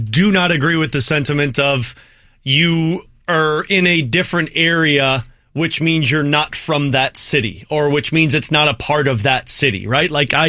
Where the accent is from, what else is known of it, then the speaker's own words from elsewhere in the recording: Collinsville, Illinois, United States; I from Collinsville, went to school in Chicago. It's much easier to tell people that I'm just from St. Louis.